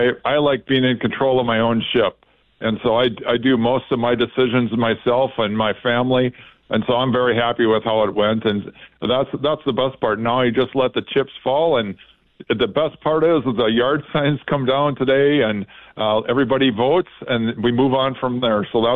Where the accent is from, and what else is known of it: Fargo, North Dakota, United States; born or raised there